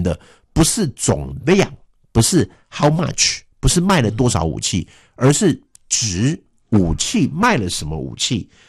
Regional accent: Taiwan; 没有错，我们台湾人嘛，当然要重视台湾啊。

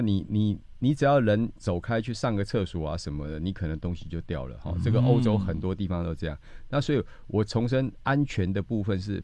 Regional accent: Taiwan; 我们台湾人讲客气嘛

